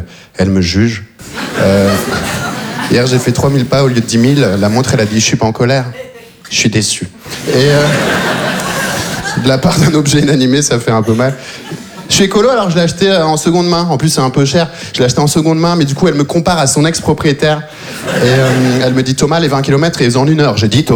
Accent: Belgium; born or raised there

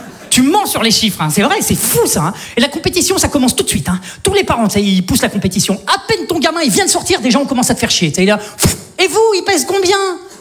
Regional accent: Saint-Étienne, Auvergne-Rhône-Alpes, France; Tu vois, moi, je viens de Saint-Étienne. Tu vois. Globalement, chez nous, t'as faim, tu prends une arbalète, tu vas chasser

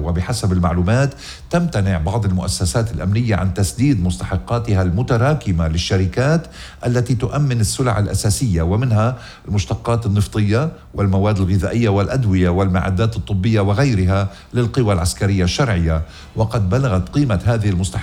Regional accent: Lebanon; يا آخ يا بلدي لبنان

